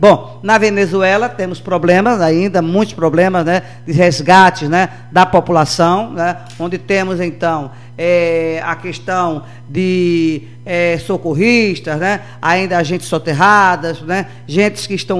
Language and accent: Portuguese; Brazil